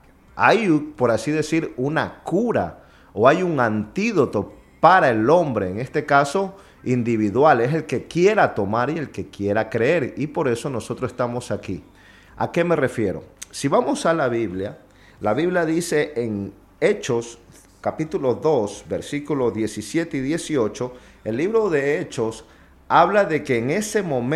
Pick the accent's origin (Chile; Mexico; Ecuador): Ecuador; now in Spain; en mi país, Ecuador